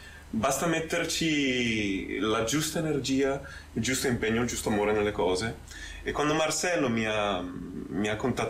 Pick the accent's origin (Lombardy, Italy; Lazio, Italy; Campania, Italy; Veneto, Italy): Lombardy, Italy; Brescia; io sono bresciano, quindi in città io sono a casa.